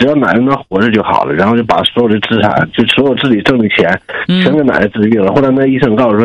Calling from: Liaoning, China; 哎、我有这么事，我老家是辽宁的

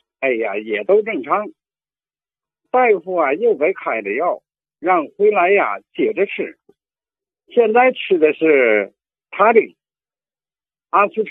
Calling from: Tianjin, China; 我呀，是天津红桥的。

